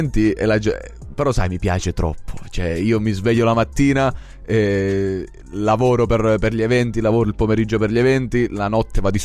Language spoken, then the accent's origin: Italian; Lagonegro, Basilicata, Italy